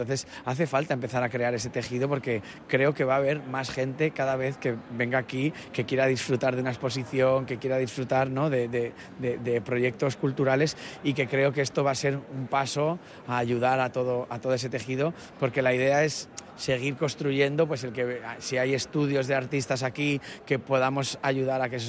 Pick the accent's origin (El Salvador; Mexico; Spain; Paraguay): Spain; Madrid, Community of Madrid; Soy de Madrid.